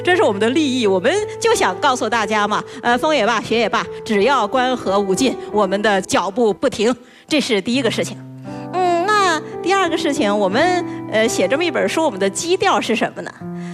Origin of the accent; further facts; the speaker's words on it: northern China, China; 其实我是北方人呐，我觉得有点血脉觉醒的感觉。